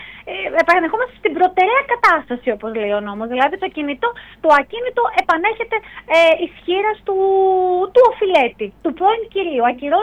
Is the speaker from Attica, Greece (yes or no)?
no; Kefalonia, Ionian Islands, Greece; στο χωριό μου στην Κεφαλονιά